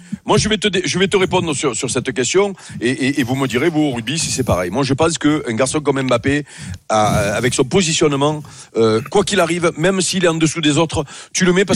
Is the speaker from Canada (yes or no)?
no; Châteaurenard, Provence-Alpes-Côte d'Azur, France; À Château-Renard, c'est chez moi.